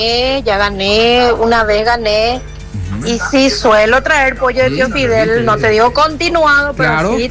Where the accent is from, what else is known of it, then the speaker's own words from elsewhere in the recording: Luque, Central, Paraguay; Tarumán del Luque